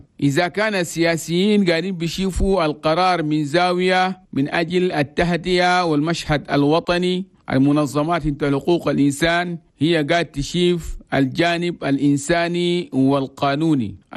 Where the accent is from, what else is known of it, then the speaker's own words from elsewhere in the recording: Chad; في بلدنا تشاد.